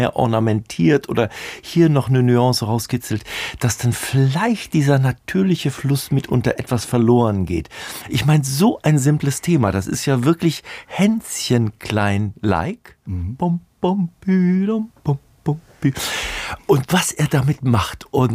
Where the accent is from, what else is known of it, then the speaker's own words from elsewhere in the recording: Dorsten, North Rhine-Westphalia, Germany; Ja, ja, das ist der nördliche Ruhrpott, da sind meine Wurzeln.